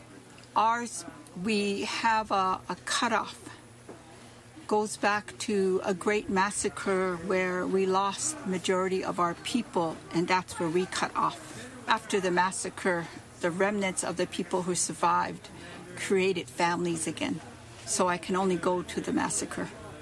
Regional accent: North Dakota, United States; I am Hunkpapa, Sihasapa, and Oguala Lakota. And I am from the Cannonball River.

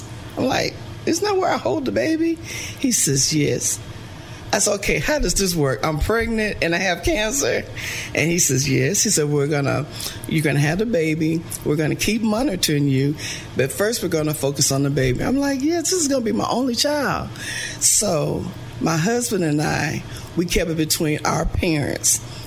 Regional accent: Arkansas, United States; born there; So I was born here in Arkansas, but then we traveled. Then we came back here to Arkansas. I've had opportunities to leave. I left once and ended up coming back. It's something about Arkansas. I feel at home here.

